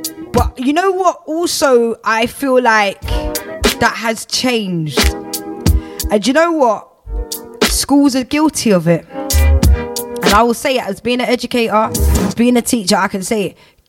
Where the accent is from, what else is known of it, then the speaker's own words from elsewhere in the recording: London, United Kingdom; Wandsworth, which is my hometown borough